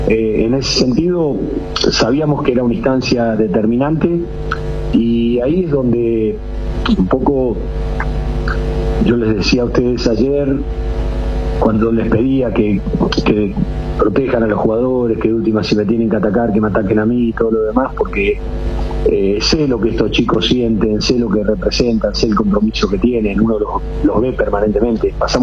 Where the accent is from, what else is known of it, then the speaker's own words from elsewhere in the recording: Argentina; Le digo, miren, yo le voy a decir una cosa como argentino, no como técnico de la selección paraguaya.